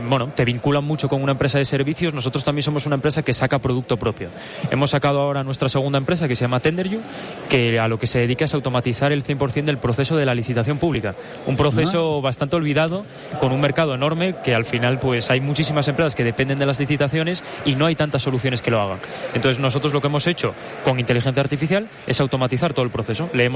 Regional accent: Asturias, Spain; de todo el equipo todos somos asturianos y todos han estudiado aquí en la Universidad de Oviedo

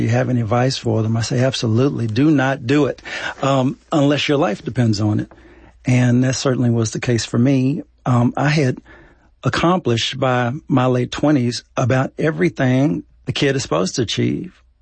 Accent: Dallas, Texas, United States

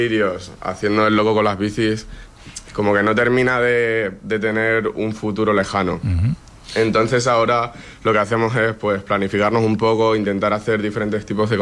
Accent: Lanzarote, Canary Islands, Spain; Nosotros que somos de Lanzarote, tenemos mucha gente que llega a la península a estudiar

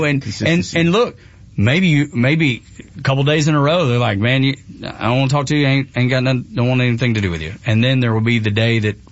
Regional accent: Dalton, Georgia, United States; and growing up in Northwest Georgia, it was the people that owned the carpet mills. I'm from Dalton, which is carpet capital of the world

